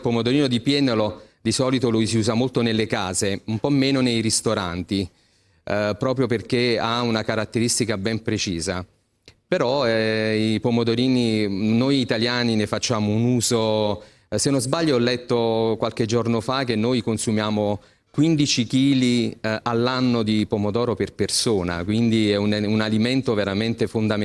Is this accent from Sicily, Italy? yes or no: no; Forio, Campania, Italy; Abbiamo 6 comuni a Ischia e ogni comune lo fa in maniera diversa. Io lo faccio alla foriana, perché sono di Forio